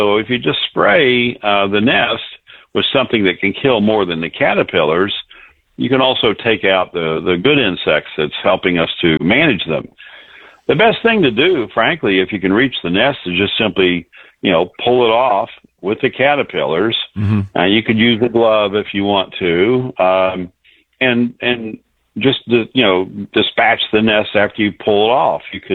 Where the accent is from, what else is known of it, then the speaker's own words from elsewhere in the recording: West Virginia, United States; moved away; I grew up in West Virginia